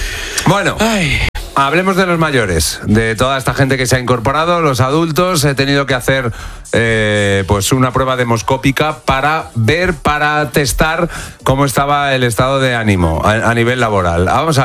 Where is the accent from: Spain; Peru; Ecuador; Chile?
Spain; Aragon; Que estaba en mi pueblo, en Zaragoza, y allí se maneja bien el ¿eh?